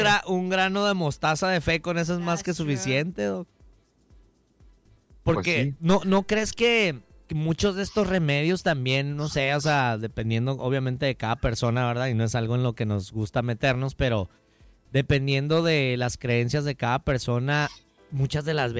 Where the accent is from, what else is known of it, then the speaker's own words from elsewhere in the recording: Mexico; Como mexicanos tenemos muchas cosas únicas, únicas, y entre ellas en cuestión de la salud, pues son los remedios, ¿no?